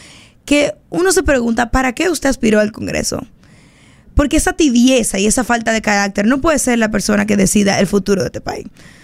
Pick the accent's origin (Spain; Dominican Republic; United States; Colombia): Dominican Republic; eso es lo que a mí me preocupa y me ocupa como dominicana.